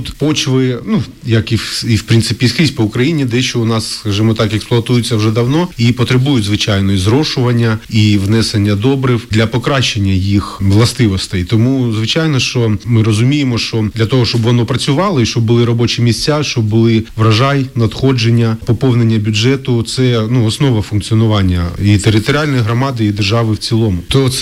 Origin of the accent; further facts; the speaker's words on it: Lubny district, Poltava Oblast, Ukraine; moved away; Я не місцевий житель, але я тут виріс, тут народився мій батько, дід з бабою. Це для мене, ну, мої рідні місця, ну, батьківщина.